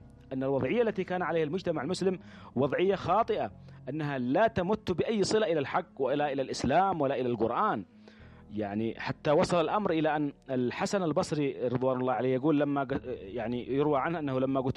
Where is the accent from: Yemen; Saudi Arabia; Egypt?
Yemen; نحن نرى في أنفسنا كيمنيين، اليمنيون الأحرار يرون في أنفسهم أنهم يمضون في ذات الطريق